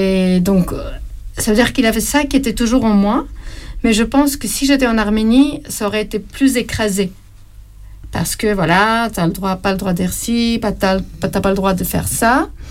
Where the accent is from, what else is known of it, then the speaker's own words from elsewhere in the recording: Beirut, Beirut Governorate, Lebanon; Donc, le fait que j'ai grandi à Beyrouth, j'ai grandi avec beaucoup de liberté.